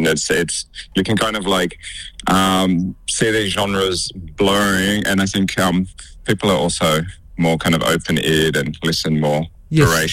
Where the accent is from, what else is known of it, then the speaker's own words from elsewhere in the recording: Wagga Wagga, New South Wales, Australia; moved away; I'm originally from Wagga Wagga, actually.